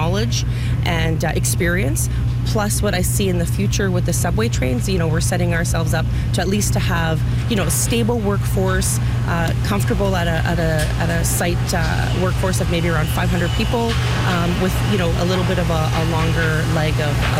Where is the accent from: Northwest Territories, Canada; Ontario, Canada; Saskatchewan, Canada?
Ontario, Canada; Thunder Bay; Born and raised in Thunder Bay. I started in pulp and paper as a chemical engineer